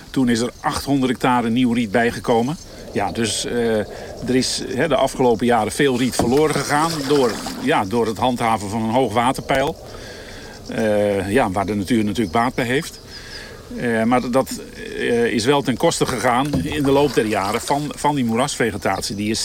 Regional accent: Emmeloord, Flevoland, Netherlands; born there; Ik ben zelf geboren in Emmeloord.

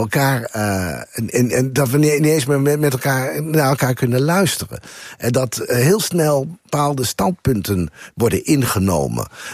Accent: Drenthe, Netherlands; Ja, ik ben Drent, ja.

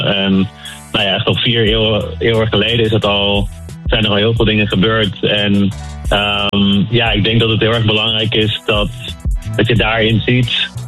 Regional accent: Curaçao; now in Amsterdam, Netherlands; ik kom zelf van Curaçao

